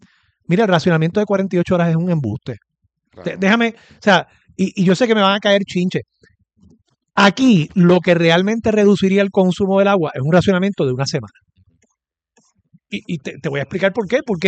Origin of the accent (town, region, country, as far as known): Puerto Rico